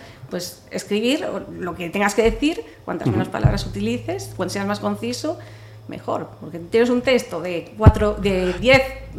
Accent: Narón, Galicia, Spain; Yo soy de Narón. Vale. De toda la vida de Dios, de Jubia, de toda la vida de Dios, mis 46, allí.

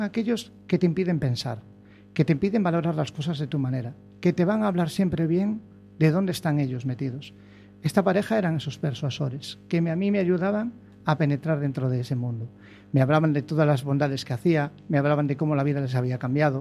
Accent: Baiona, Galicia, Spain; Yo, como te digo, soy de Bayona. Mi bisabuela era una persona que tenía vacas y se curaba con hierbas todo.

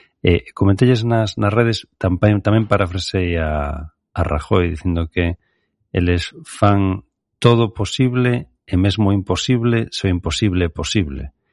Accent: Vigo, Galicia, Spain; Eu son de Vigo.

